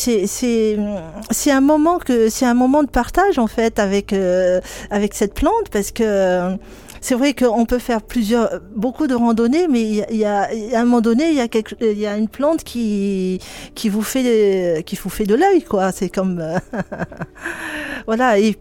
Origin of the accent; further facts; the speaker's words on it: French Polynesia; parce que chez moi, c'est vrai que je suis du Pacifique, de la Polynésie française.